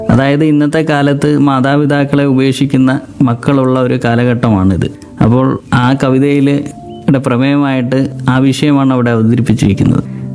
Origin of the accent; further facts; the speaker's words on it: Thamarakulam, Kerala, India; also born or lived in Tamil Nadu; now in Anchalumoodu, India; അമ്മയുടെ സ്ഥലം നാഗർകോവിലാണ്, ഞാൻ ജനിച്ചത് തമിഴ്നാട്ടിലാണ്. എങ്കിലും ഞാനിവിടെ കൊല്ലത്ത് താമരക്കുളം സ്വദേശിയാണ്. നിലവിൽ ഞാൻ താമസിക്കുന്നത് അഞ്ചാലുംമൂടാണ്.